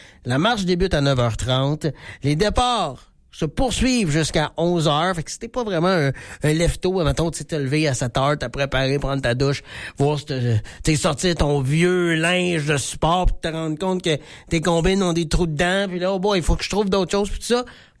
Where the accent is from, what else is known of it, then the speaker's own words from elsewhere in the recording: Quebec, Canada; chez nous, en Beauce, ici, à Sainte-Marie.